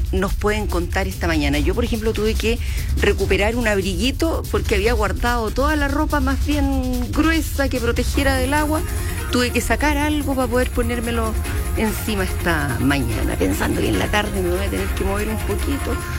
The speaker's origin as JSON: {"language": "Spanish", "town": "Santiago", "region": "Santiago Metropolitan Region", "country": "Chile"}